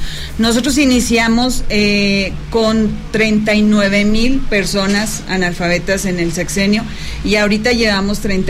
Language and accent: Spanish; Fresnillo, Zacatecas, Mexico; De Fresnillo, gracias a Dios, Fresnillo.